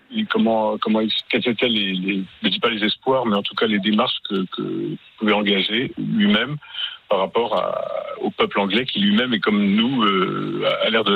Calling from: France; Je dis ça en tant que Français

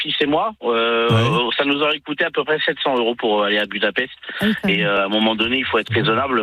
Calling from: Toulouse, Occitanie, France; je suis à Toulouse.

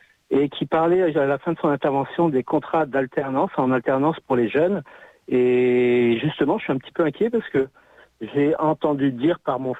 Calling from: Nouméa, South Province, New Caledonia; Oui, bonjour, je vous appelle de Nouméa.

